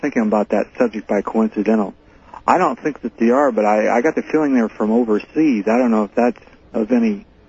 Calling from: Fresno, California, United States

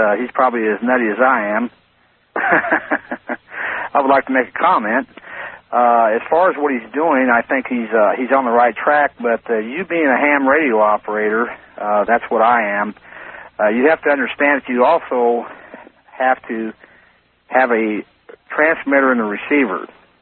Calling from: Leavenworth, Kansas, United States; I'm calling from Leavenworth, Kansas.

